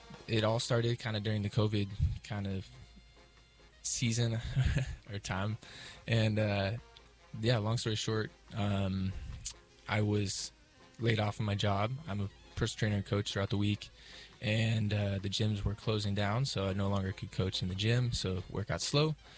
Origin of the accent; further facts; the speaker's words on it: Las Vegas, Nevada, United States; also born or lived in Clarksville, Tennessee; I'm originally from Las Vegas, Nevada. I grew up in Vegas and also in Clarksville, Tennessee.